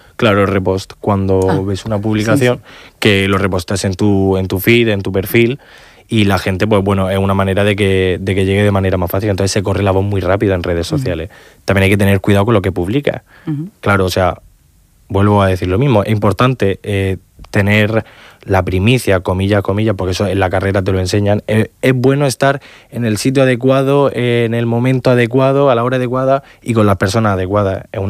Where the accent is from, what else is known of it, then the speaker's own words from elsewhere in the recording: Region of Murcia, Spain; Yo no soy mucho de fútbol, pero yo tiro por mi tierra, Real Murcia.